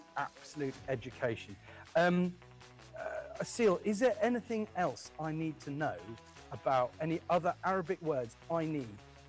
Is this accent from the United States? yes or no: no; United Kingdom